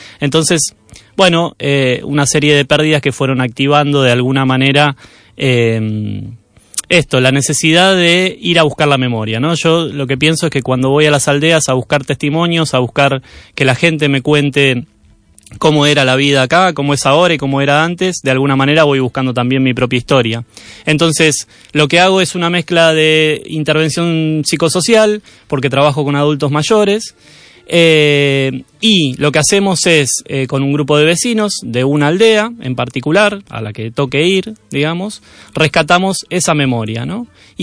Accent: Argentina; now in Spain

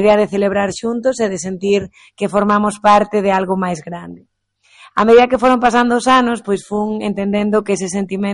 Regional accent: Galicia, Spain; E hoxe, pois, ademais de vivilo como galega, pois teño a sorte de vivilo como alcaldesa de Vilalba.

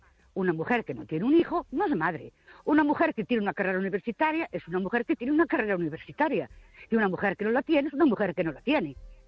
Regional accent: Ourense, Galicia, Spain

